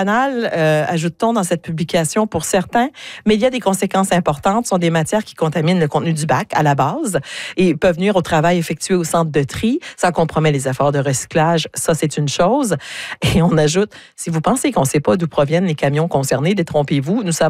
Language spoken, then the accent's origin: French; New Brunswick, Canada; moved away; moi, j'ai grandi au Nouveau-Brunswick.